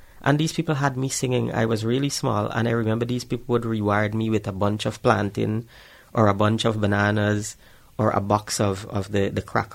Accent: Bartica, Cuyuni-Mazaruni, Guyana; My upbringing, growing up in Bartica, my parents, my dad, he is now deceased.

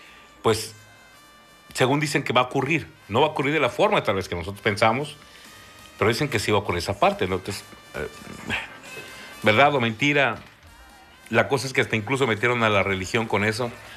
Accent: Campeche, Mexico; Nosotros aquí en Campeche o en la región del sureste sabemos prepararnos ante un huracán.

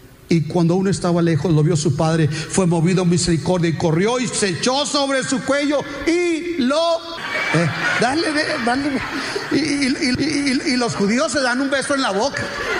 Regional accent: Mexico; El 70% de los latinoamericanos somos mexicanos.

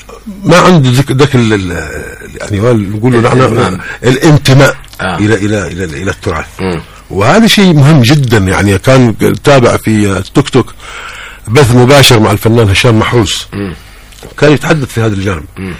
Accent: Hadhramaut, Yemen; نحن كفرق موسيقية من حضرموت هنا

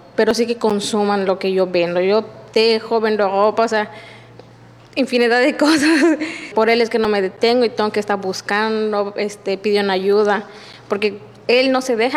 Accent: Jujuy, Argentina; De mi parte, yo de mi pueblo, soy de Jujuy, tengo una tienda.

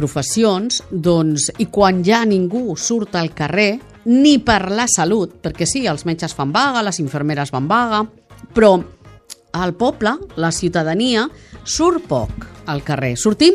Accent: Montornès del Vallès, Catalonia, Spain; especialment de Montornès, que és el meu poble

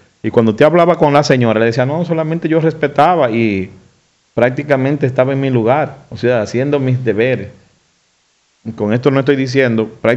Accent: Dominican Republic

